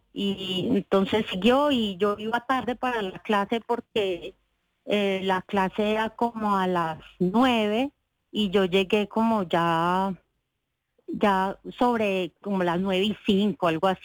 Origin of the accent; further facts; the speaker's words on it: Colombia; now in New York, United States; mi amiga es de Venezuela, yo soy de Colombia, y mi otro amigo de San Diego, todos éramos de otras partes, nadie era de Nueva York